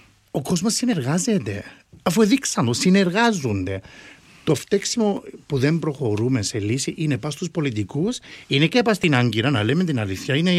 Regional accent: Cyprus; τώρα μιλήσω σαν Ελληνοκύπριος

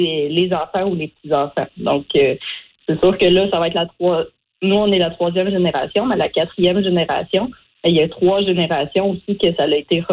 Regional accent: Quebec, Canada; Dans le fond, j'ai grandi au Québec, mais je suis allée faire deux étés pour apprendre l'anglais en Atlantique.

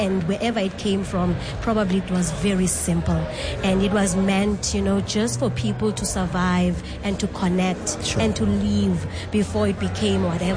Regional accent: Gqeberha, Eastern Cape, South Africa; I grew up in Qabega.

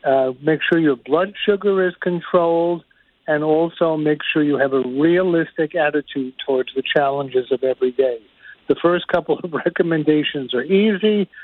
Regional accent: Brooklyn, New York, United States; I'm from Brooklyn.

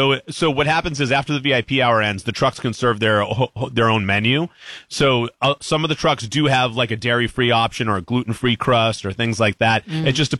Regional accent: Massachusetts, United States; moved away as an adult; now in Connecticut, United States; I grew up in Massachusetts, but I've been here in Connecticut for almost 15 years now.

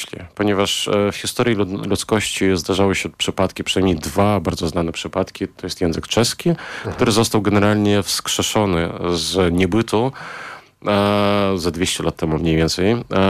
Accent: Belarus; Tak, jest to pewne zamanifestowanie tego, że jestem Białorusinem, nie jestem częścią ruskiego miru.

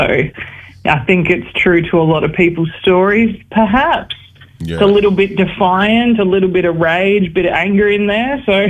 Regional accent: Port Lincoln, South Australia, Australia; Look, I'm from regional South Australia, so I'm from Port Lincoln, which is quite cut off from, like, metro Adelaide.

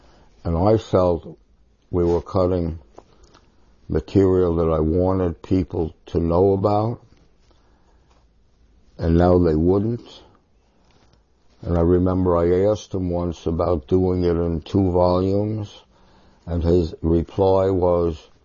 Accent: New York City, New York, United States; Oh, I grew up on Central Park West and 94th Street. Then I went to Princeton.

